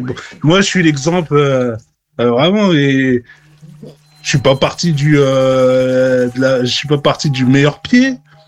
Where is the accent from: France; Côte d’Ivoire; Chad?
France; now in United Kingdom; Pardon, quand j'ai quitté la France, pardon, pour l'Angleterre, c'est-à-dire, j'ai trouvé que tu pouvais faire à peu près tout.